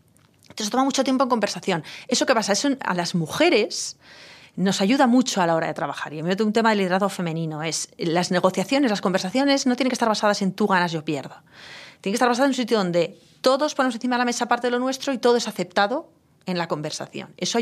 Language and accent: Spanish; Spain; a los españoles nos cuesta entender